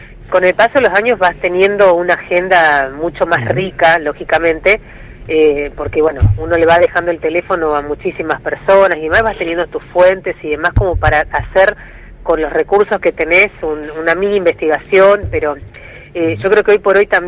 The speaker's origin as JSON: {"language": "Spanish", "region": "Salta", "country": "Argentina", "moved": "yes", "lives_now": "Santa Fe, Argentina", "said": "siendo salteña"}